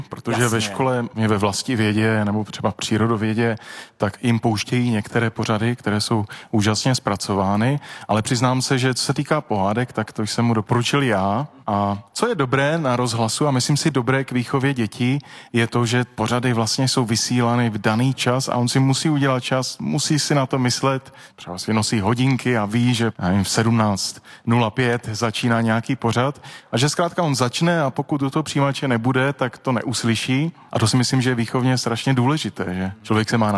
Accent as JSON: {"language": "Czech", "town": "Ostrava", "region": "Moravian-Silesian Region", "country": "Czechia", "tie": "born or raised there", "said": "Já jsem rodák z Ostravy."}